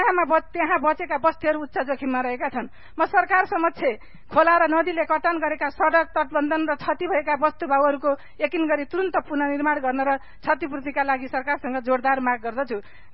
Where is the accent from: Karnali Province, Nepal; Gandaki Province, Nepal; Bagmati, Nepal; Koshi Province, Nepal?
Gandaki Province, Nepal; Baglung; मेरो गृह जिल्ला बागलुङमा